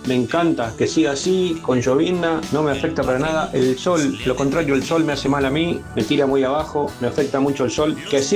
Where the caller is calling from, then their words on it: San Fernando, Buenos Aires Province, Argentina; de San Fernando.